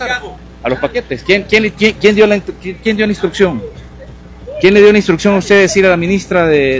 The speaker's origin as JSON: {"language": "Spanish", "country": "El Salvador", "said": "yo soy periodista salvadoreño."}